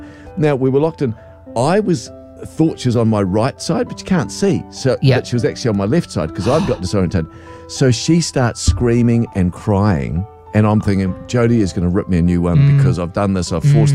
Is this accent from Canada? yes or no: no; New Zealand; I said, look, we're from New Zealand. Can we please, we're nearly there.